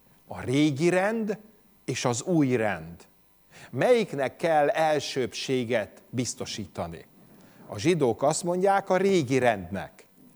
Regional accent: Hungary; born there; akik itt születtünk, tudjuk, hogy ez a nemzeti himnuszunkból

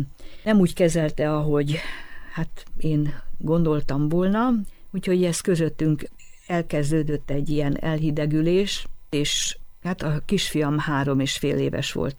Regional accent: Hungary; born there; A Balatonparton csodákat él meg az ember

